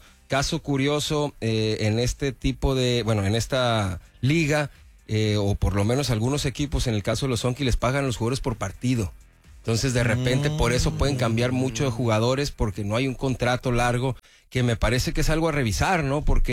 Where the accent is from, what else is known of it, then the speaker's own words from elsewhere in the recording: Puebla, Mexico; Yo no soy chilango, soy de Puebla.